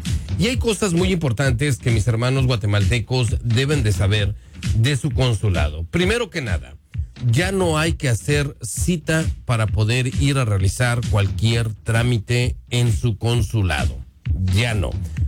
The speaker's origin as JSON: {"language": "Spanish", "country": "Mexico", "moved": "yes", "lives_now": "United States", "said": "se lo dice su servidor como mexicano"}